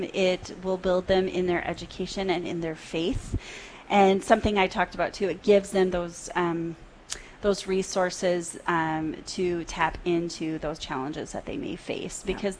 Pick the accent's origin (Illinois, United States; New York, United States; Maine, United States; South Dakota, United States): South Dakota, United States; I grew up in Eastern South Dakota, so I know.